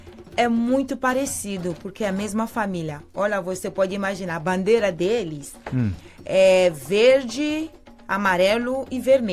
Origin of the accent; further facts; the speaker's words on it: Guinea; first language Malinke; Portuguese is a second language; now in Brazil; Eu sou Malinke. E Sussu.